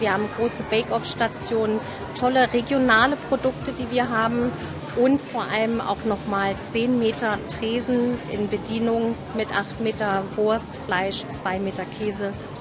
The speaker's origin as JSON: {"language": "German", "town": "Augsburg", "region": "Bavaria", "country": "Germany", "tie": "born or raised there", "lives_now": "Harz, Germany", "said": "Wie gesagt, bin gebürtige Augsburgerin, also ein bayerisches Madel aus der Puppenkiste entstanden. Ich bin jetzt seit 23 Jahren bei der Rewe, auch dort gelernt und wohne jetzt hier im schönen Harz."}